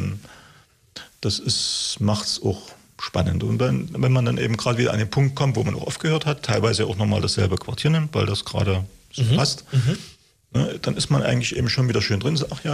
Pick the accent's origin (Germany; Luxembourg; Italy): Germany